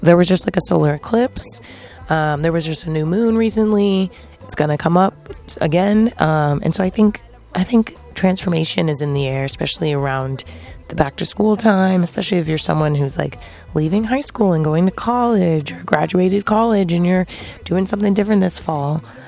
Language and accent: English; East Coast, United States; moved away; For those that know me, you know I'm from the East Coast.